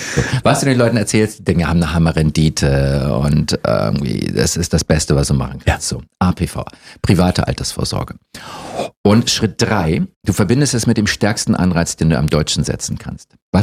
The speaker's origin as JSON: {"language": "German", "town": "Norderstedt", "region": "Schleswig-Holstein", "country": "Germany"}